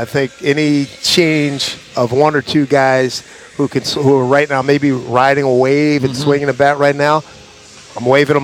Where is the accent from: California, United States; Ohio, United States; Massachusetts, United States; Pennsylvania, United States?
Pennsylvania, United States; Philadelphia; But I grew up in Philly, and the Yankees were always the arch enemies, and the Phillies could never get to them.